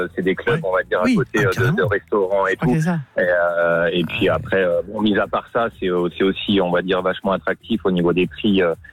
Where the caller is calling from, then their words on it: Arbois, Bourgogne-Franche-Comté, France; J'habite à Arbois, dans le Jura.